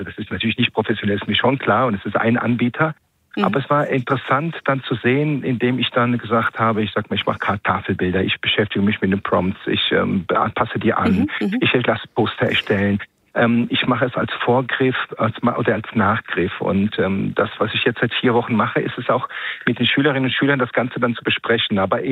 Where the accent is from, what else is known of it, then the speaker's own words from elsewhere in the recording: Rhineland-Palatinate, Germany; Ich komme aus Rheinland-Pfalz, sind bei Ihnen in NRW, nennt man es, POBI, Politikwissenschaften.